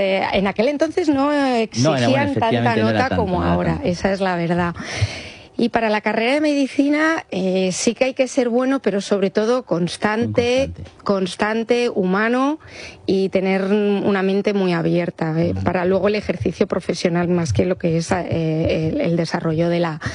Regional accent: Madrid, Community of Madrid, Spain; born there; Y por eso nací en Madrid, ¿no? Y mis padres vivían en Alicante.

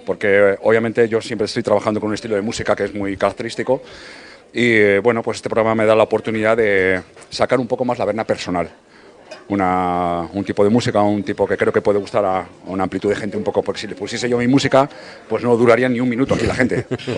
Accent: Valladolid, Castile and León, Spain; also born or lived in Alicante; nací en Alicante. Y yo, alicantino, tengo familia y demás, pero muy pequeñito volví a Valladolid.

